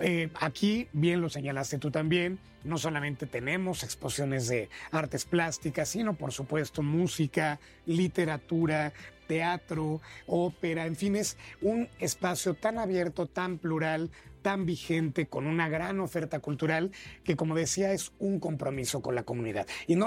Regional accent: Mexico City, Mexico; Yo no tuve la fortuna de nacer en Oaxaca, soy de la Ciudad de México, pero oaxaqueño de corazón.

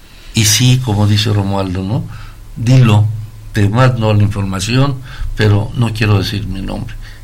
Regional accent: Mexico; Yo creo que somos mexicanos en general

